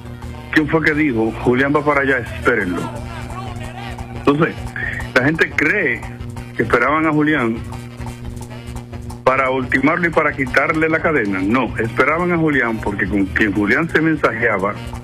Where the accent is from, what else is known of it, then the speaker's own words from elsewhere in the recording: Dominican Republic; also born or lived in Japan; Soy dominicano, graduado en Japón